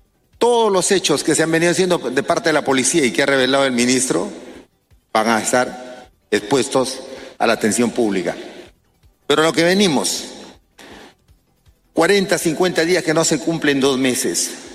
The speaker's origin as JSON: {"language": "Spanish", "region": "Lambayeque", "country": "Peru", "said": "yo soy de Lambayeque"}